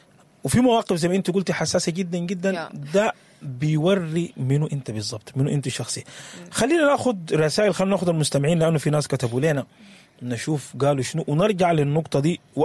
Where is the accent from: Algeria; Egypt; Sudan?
Sudan; احنا محتاجين نتزن في شنو كسودانيين